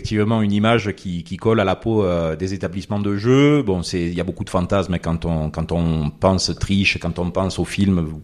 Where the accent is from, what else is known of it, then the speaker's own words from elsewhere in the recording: Marseille, Provence-Alpes-Côte d'Azur, France; Alors originaire de Marseille. Bon, je pense que mon accent le trahit.